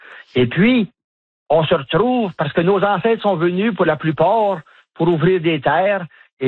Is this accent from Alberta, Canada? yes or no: yes; Saint-Paul, Alberta, Canada; Mais moi, quand je vais, donc je viens de Saint-Paul, mais quand je suis en tournée, là, puis je vais de village en village, dans toutes les trois prairies de l'Ouest, là, vraiment, je me sens comme chez nous.